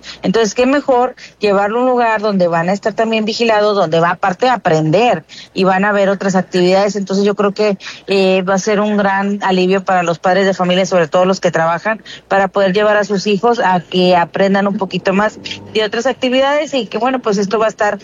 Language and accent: Spanish; Mexico; la manera de podernos unir como mexicanos